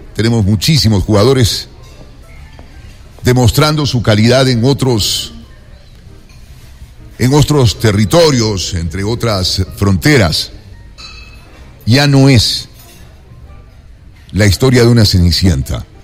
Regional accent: Ecuador

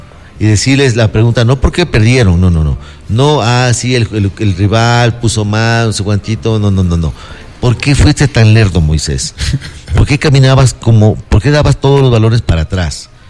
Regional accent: Ecuador; Me merezco como ecuatoriano, me merezco una explicación

